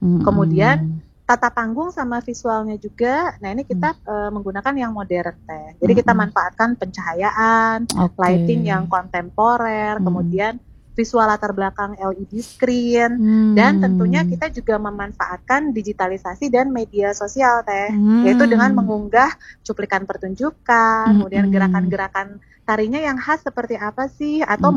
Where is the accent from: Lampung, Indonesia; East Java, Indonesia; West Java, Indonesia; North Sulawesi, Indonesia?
West Java, Indonesia; karena ini kan salah satu jati diri kita ya, sebagai warga Jawa Barat gitu.